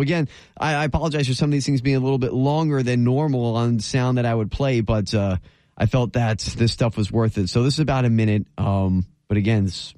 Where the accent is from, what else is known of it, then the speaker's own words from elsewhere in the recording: Florida, United States; from my home state of Florida